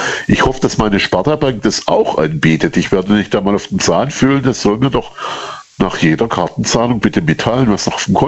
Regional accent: Baden-Württemberg, Germany

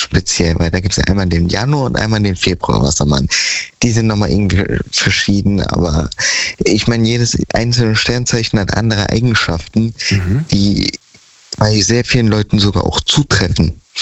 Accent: Mainz, Rhineland-Palatinate, Germany; Immer noch aus Mainz.

